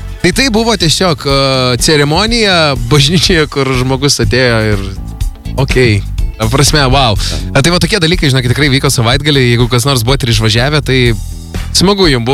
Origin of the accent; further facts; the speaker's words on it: Klaipėda, Klaipėda County, Lithuania; Bet žinai kas, vat man kaip tik, kaip klaipėdiečiai, buvo labai pikta.